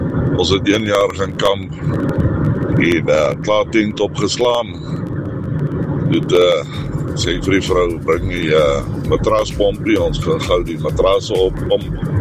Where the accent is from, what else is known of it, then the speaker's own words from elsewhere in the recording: Gauteng, South Africa; Ek is van die Oosrand.